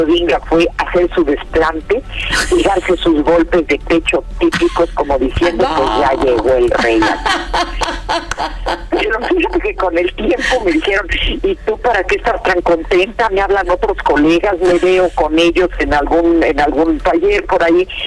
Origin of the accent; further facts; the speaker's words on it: Mexico; en mi país hay una situación muy difícil